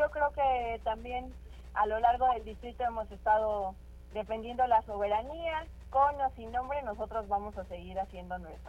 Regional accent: Tlanalapan, Puebla, Mexico; en mi pueblo, en Tlanalapan

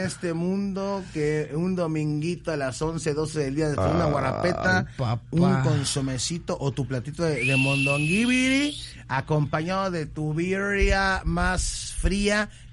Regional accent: Mexico; aunque soy mexicano, obviamente se nota, pero por si alguien pensaba que era europeo

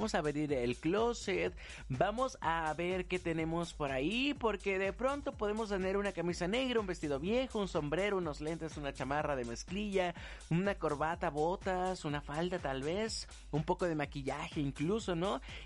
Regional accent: Mexico

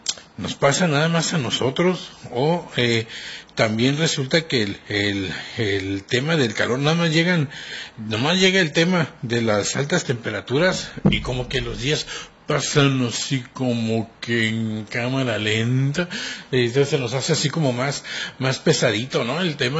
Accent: Mexicali, Baja California, Mexico; Yo sé que somos de Mexicali, que resistimos, que somos la raza de bronce

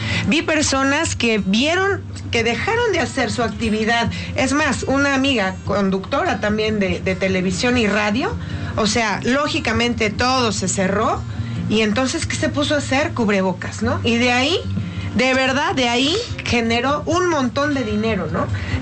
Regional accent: Mexico; como mexicanos, tenemos que hacer mucho esto

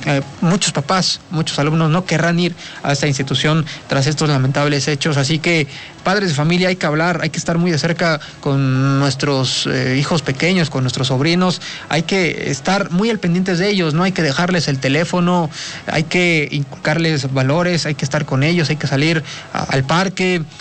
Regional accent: Mexico; Es lo que nos distingue como sociedad mexicana

